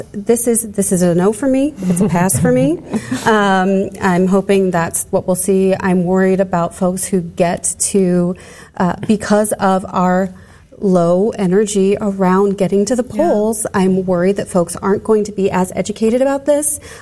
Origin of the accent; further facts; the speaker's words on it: United States; it's something that I'm proud of as an American.